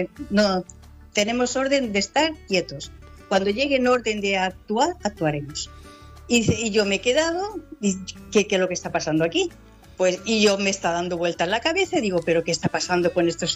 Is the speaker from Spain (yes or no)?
yes; Region of Murcia, Spain; born there; moved away; en mi pueblo, digamos, donde yo nací, en Murcia, al lado